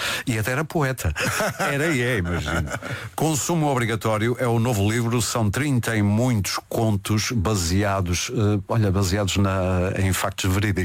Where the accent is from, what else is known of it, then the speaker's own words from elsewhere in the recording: Porto, Norte, Portugal; eu sou do Porto